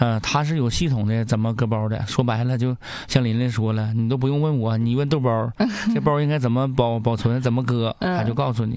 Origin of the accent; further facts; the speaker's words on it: Northeast China, China; accent: Northeastern (Dongbei); 用咱们东北话